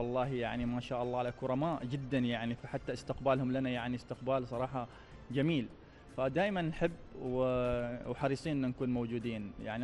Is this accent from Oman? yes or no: yes; Oman; عن بلادنا عمان وعن صلالة